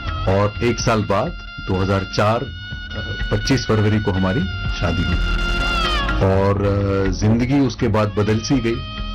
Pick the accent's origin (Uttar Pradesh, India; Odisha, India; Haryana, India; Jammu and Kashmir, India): Haryana, India; Bhiwani; मैं भिवानी का रहने वाला हूँ, मेरी वाइफ का परिवार भी भिवानी में है